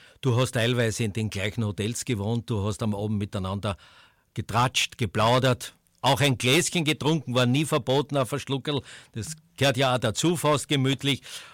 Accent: Graz, Styria, Austria; Als erstes habe ich ja Fußball gemacht als Grazer

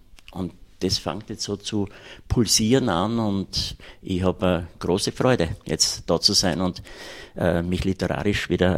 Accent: Graz, Styria, Austria; born there; now in Stein, Austria; Wir 4 Kinder sind dann schon in Graz geboren. Das heißt, wir haben nie in Radkersburg in dem Sinn gewohnt, aber sehr lange in Radkersburg gelebt. Also die ersten 16, 17 Jahre meines Lebens

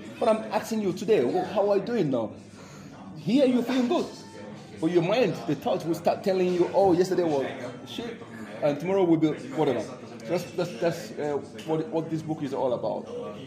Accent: Nigeria; born there; moved away as an adult; I was born in Nigeria. Igbo, born, been living here now since 1994, quite a long time. I actually came to Europe to do a PhD at King's College

